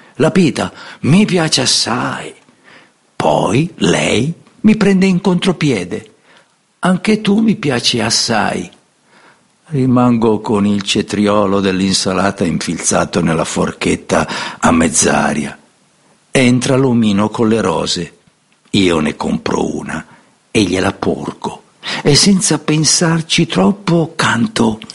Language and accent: Italian; Sicily, Italy; nonostante sono siciliano con metà sangue greco da parte di padre e normanno da parte di madre